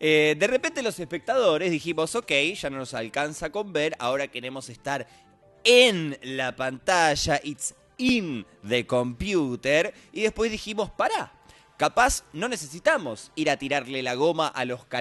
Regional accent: Argentina; los millennials y los centennials argentinos

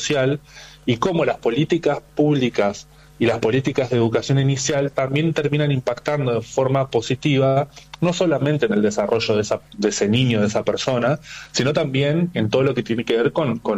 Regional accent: Santa Fe, Argentina; yo soy de Santa Fe, por ejemplo, en la ciudad de Santa Fe

